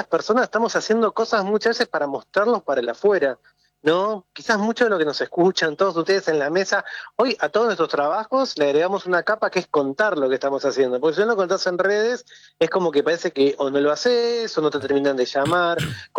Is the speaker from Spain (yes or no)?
no; Campana, Buenos Aires Province, Argentina; soy de provincia de Buenos Aires, ciudad de Campana.